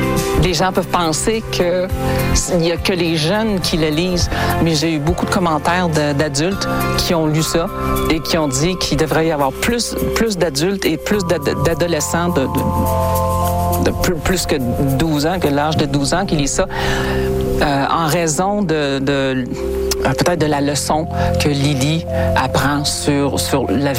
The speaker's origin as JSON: {"language": "French", "town": "Rouyn-Noranda", "region": "Quebec", "country": "Canada", "tie": "born or raised there", "moved": "yes", "lives_now": "Saskatchewan, Canada", "said": "Moi, quand j'ai grandi, à Rouyn-Noranda"}